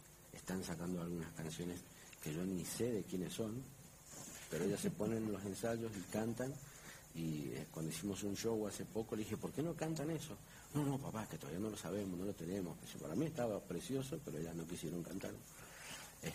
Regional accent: Mendoza, Argentina; Los mendocinos somos muy mendocinos.

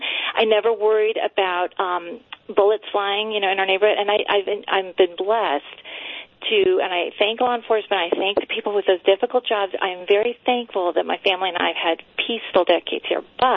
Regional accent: Prince William County, Virginia, United States; I've lived in the same location for over 55 years. So it's my childhood home.

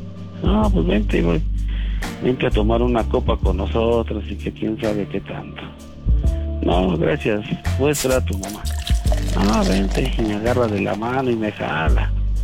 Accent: Mexico City, Mexico; Soy chilango.

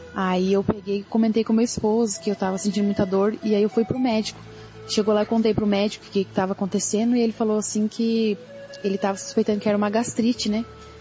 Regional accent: Camanducaia, Minas Gerais, Brazil; Sou aqui de Minas Gerais, de Camanducaia. E eu congrego na Igreja dos Amor aqui de Camanducaia.

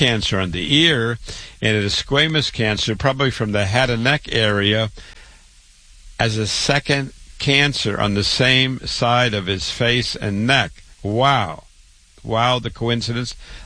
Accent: Waterloo, Iowa, United States; I'm a triple board certified cancer doctor. I was born and raised in Waterloo, Iowa. I went to public school, university, MD at 25

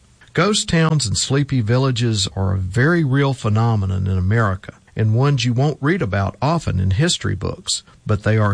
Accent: Farmerville, Louisiana, United States; born or raised there

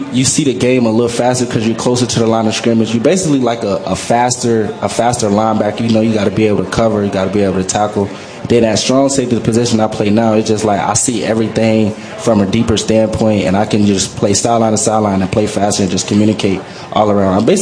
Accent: Florida, United States; but I'm from Florida, so like football is really like all we know down there.

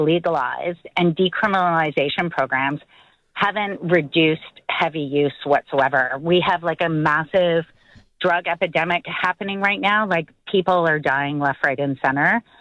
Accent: Canada; And as you can hear, I'm Canadian.

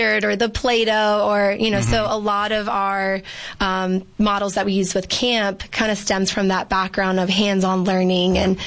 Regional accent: Virginia, United States; also born or lived in El Paso, Texas; I'm originally from El Paso, Texas. Okay, I've heard of that one. Yeah. But growing up, we moved quite a bit. So what feels like home is the Northern Virginia area.

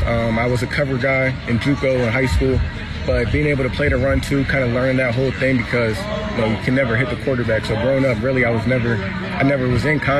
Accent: Virginia, United States; moved away as an adult; You know, I'm from Virginia, so being, like 2,000 miles away from home

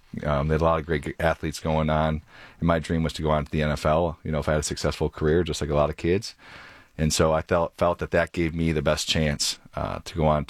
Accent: Lowell, Michigan, United States; I grew up in Lowell, as you mentioned, and it's a small town. Rural town, a lot of farming, tractors, and all those things going on out there.

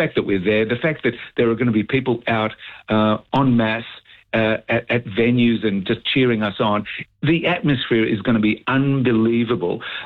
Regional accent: Victoria, Australia; certainly I come from Victoria, so, you know, big on the AFL.

